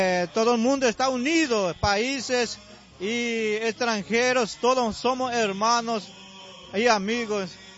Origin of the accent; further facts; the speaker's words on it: Paraguay; Portuguese is a second language; now in Rio de Janeiro, Brazil; Eu venho do Paraguai, mas eu estou aqui em Rio de Janeiro para seguir buscando ao Senhor também.